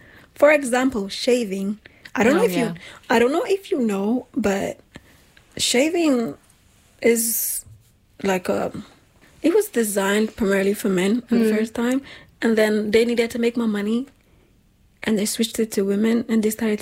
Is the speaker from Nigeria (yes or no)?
yes; Nigeria; now in Europe; I grew up in Nigeria and we didn't usually shave legs. When I moved to Europe, I saw other people shave legs.